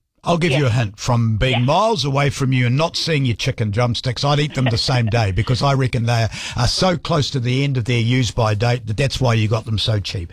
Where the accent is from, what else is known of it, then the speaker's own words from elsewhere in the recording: New Zealand; I'm a Kiwi.